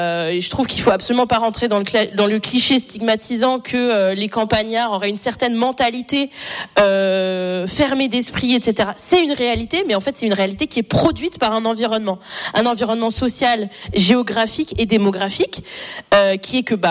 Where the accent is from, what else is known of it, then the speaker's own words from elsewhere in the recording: Châtel-Guyon, Auvergne-Rhône-Alpes, France; also born or lived in Riom; Moi, je suis née en Auvergne. Je suis née dans un petit village splendide. Je suis née à Rion, à côté de Clermont-Ferrand. Et j'ai grandi dans des petits villages à Enza, à Chappes et à Châtel-Guyon, où mon père vit toujours.